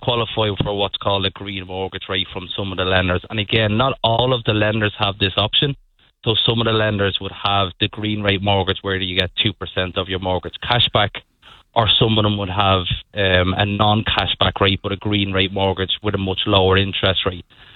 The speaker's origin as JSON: {"language": "English", "town": "Dublin", "region": "Leinster", "country": "Ireland", "said": "So you can probably hear from my voice, I'm from Dublin."}